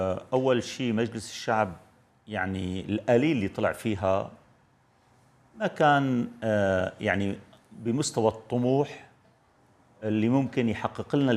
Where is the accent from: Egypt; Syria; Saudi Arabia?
Syria; انا انا انا كمواطن سوري